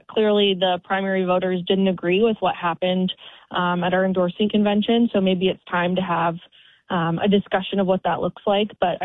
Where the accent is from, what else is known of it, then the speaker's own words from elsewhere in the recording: Minnesota, United States; It's going to be hot. I'm a Minnesotan. I can't handle that heat, but we're doing it.